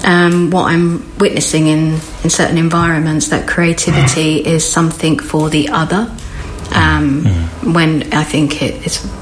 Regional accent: Dungarvan, Munster, Ireland; also born or lived in Waterford; I was born in Waterford, but we lived in Dungarvan in a tiny road called Cal Brew. And we my parents would have gone a little bit backwards and forwards prior to that.

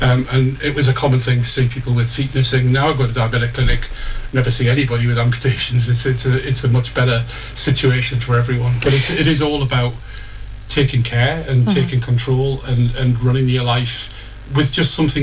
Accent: Newcastle upon Tyne, North East England, United Kingdom; accent: Geordie; moved away as an adult; also born or lived in Gosforth / London; I'm a Geordie. I was born in Heaton, brought up in Heaton until I was 11, and then in Gosford after that, until I left the North East in 1987.

